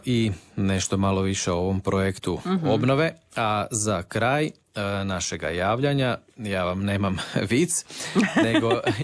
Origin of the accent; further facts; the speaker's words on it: Osijek, Osijek-Baranja County, Croatia; ovdje kod nas u Osijeku